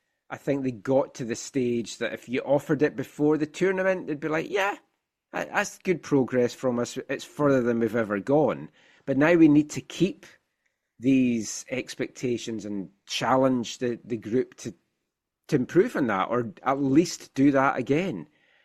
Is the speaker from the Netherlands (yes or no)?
no; Scotland, United Kingdom; being Scottish